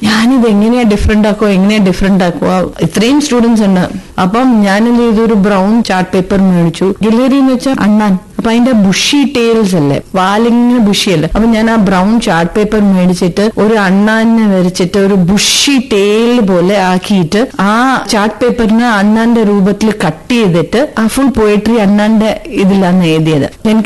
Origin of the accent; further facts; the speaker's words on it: Firozpur, Punjab, India; born there; അച്ഛൻ ആർമി ഓഫീസറായിരുന്നു. ഞാൻ ജനിച്ചത് പഞ്ചാബ് ഫിറോസ്പൂരിൽ.